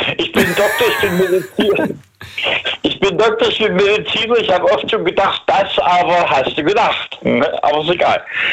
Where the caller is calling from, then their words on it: Langenau, Hesse, Germany; Ich bin jetzt hier in Hessen. In Langenau ist eine kleine Stadt bei Frankfurt.